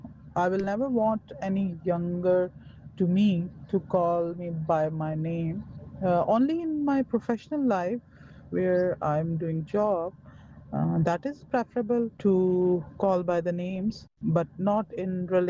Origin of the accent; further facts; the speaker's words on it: Islamabad, Islamabad Capital Territory, Pakistan; I am from Pakistan. City is Islamabad.